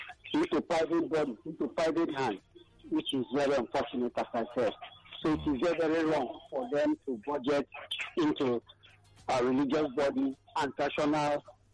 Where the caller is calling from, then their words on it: Lagos, Nigeria; I'm calling from Abaranja in Ikotun.